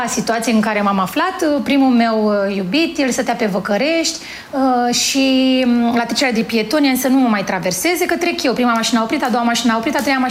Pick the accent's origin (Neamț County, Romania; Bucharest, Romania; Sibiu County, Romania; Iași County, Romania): Neamț County, Romania; Bogați; la noi acolo în spate, la Bogați, unde am crescut, adică în Ozana, era o rățărie.